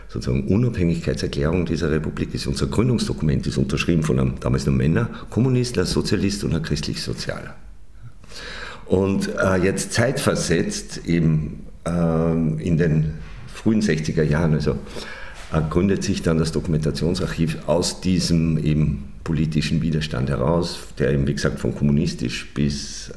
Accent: Perg, Upper Austria, Austria; moved away as an adult; now in Vienna, Austria; gebürtig in Oberösterreich, im Perg aufgewachsen. Nicht, wie man ja weiß, unweit von Mauthausen

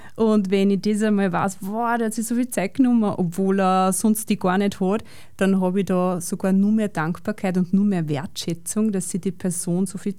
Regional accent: Steyr, Upper Austria, Austria; born there; now in Linz, Austria; Ich bin in Steyr geboren und habe dann sehr bald meinen Freund und meinen jetzigen Mann kennengelernt.

